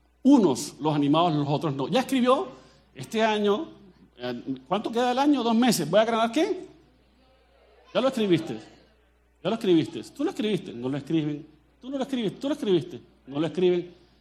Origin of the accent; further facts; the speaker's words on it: Colombia; accent: Colombian; pero yo no soy chapín, ni soy charrasqueado, ni soy salvadoreño, soy colombiano, hablo como colombiano.